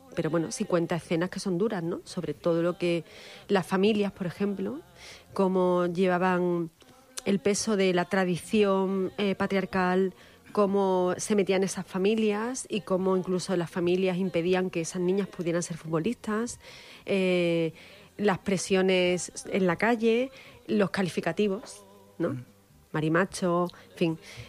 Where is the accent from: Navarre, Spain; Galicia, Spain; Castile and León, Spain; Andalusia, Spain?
Andalusia, Spain; Málaga; yo digo que soy andaluza. Y eso es muy importante. Yo soy malagueña y vivo en Málaga y yo quiero muchísimo a mi ciudad